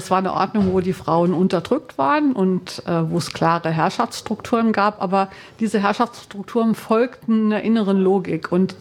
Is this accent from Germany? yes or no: yes; Frankfurt, Hesse, Germany; Jo, ich komme aus Frankfurt, ich bin Journalistin und Politikwissenschaftlerin und schreibe Bücher.